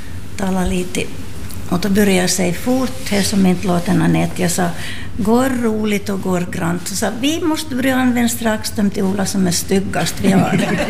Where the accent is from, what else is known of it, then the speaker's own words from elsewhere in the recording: Purmo, Ostrobothnia, Finland; now in Nedervetil, Finland; Jag är från Purmo.